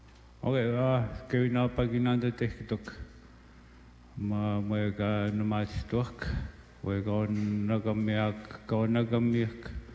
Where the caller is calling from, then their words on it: Red Sucker Lake, Manitoba, Canada; And I'm from Red Chucker. I'm one of the councillor here in Red Chucker Lake.